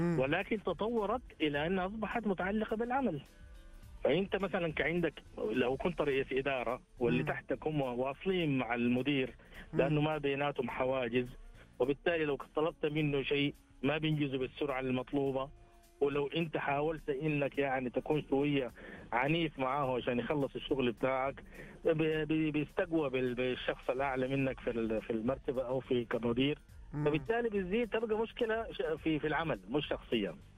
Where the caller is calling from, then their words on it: Riyadh, Riyadh Province, Saudi Arabia; من الرياض.